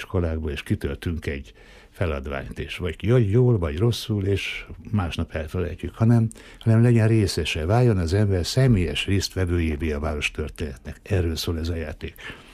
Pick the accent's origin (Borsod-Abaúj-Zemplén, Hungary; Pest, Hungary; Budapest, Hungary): Borsod-Abaúj-Zemplén, Hungary; Miskolc; igen, én büszke miskolci vagyok. Én tényleg.